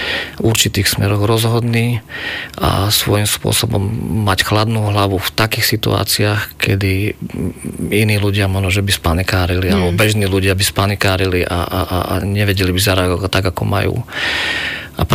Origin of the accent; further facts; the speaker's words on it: Levice, Nitra Region, Slovakia; Ja v podstate som študoval medicínu z Levíc